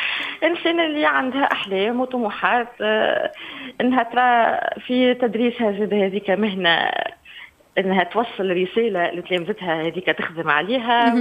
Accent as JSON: {"language": "Arabic", "country": "Tunisia"}